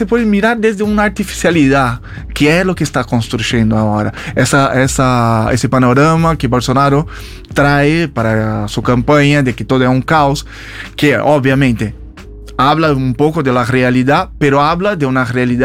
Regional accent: Brazil; now in Argentina

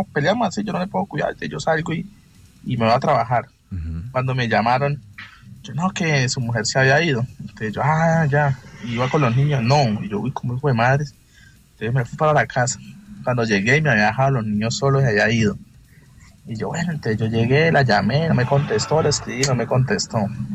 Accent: Neiva, Huila, Colombia; Pues resulta que nosotros somos de Neiva.

